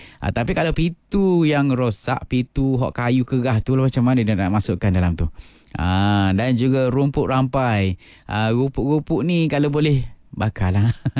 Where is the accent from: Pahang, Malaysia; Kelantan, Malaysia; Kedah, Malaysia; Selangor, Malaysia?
Kelantan, Malaysia; Jadi sebagai rakyat Kelantan, sebagai anak Kelantan